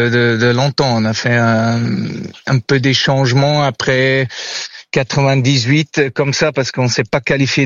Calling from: Switzerland

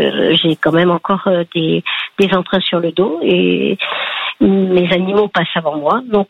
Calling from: Île-de-France, France; je vous appelle de grande banlieue parisienne.

